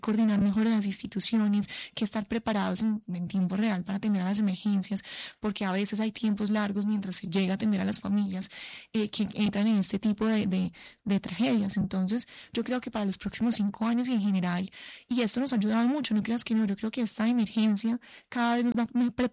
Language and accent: Spanish; Colombia